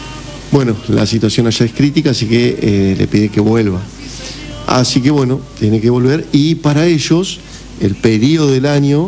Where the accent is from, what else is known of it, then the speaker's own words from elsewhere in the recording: Gualeguaychú, Entre Ríos, Argentina; now in Concepción del Uruguay, Argentina; Nací en Gualeguaychú, me crié en Gualeguaychú, estudié en Gualeguaychú.